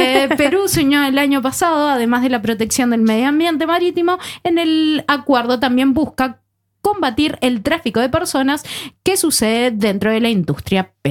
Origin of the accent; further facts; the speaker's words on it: Uruguay; Aunque yo como uruguaya